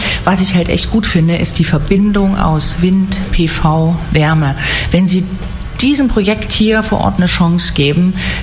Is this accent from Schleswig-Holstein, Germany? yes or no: no; Dresden, Saxony, Germany; now in Hamburg, Germany; eigentlich komme ich ja aus Dresden.